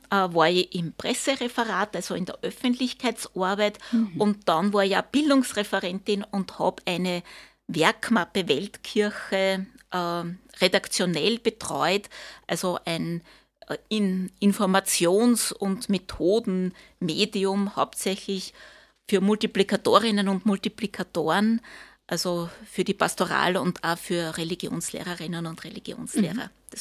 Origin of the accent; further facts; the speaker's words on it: Vienna, Austria; moved away as an adult; now in Linz, Austria; aufgewachsen bin ich in Wien. Ich bin dort, also bis ungefähr zum 30. Lebensjahr habe ich eigentlich in Wien gelebt, habe dort studiert